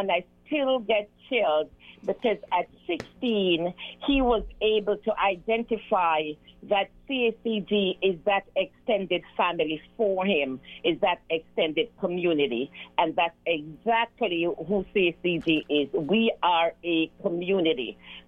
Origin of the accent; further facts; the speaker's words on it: Jamaica; But for me, I grew up in Jamaica, seeing people around serving others.